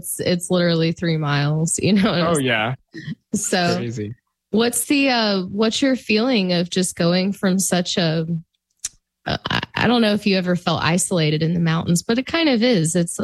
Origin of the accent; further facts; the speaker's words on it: Atlanta, Georgia, United States; moved away; also born or lived in Roanoke; I'm from Atlanta.